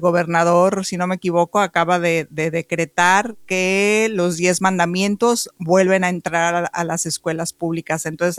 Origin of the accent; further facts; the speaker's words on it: Mexico; yo soy de México